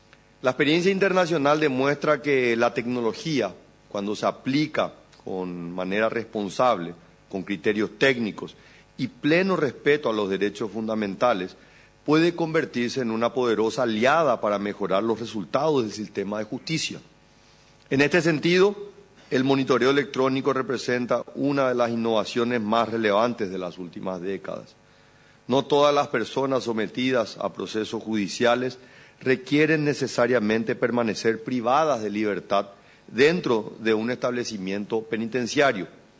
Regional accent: Paraguay; como un paraguayo orgulloso de nuestra nación

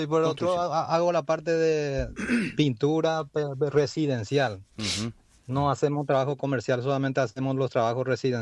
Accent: Paraguay; now in United States; Salí de Paraguay, pero Paraguay nunca salió de mí.

